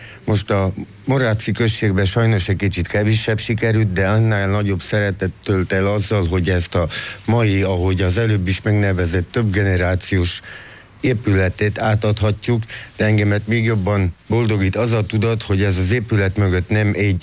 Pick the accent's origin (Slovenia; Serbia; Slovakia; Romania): Slovenia; Prekmurje; magyarok vagyunk, vagy szlovénok vagyunk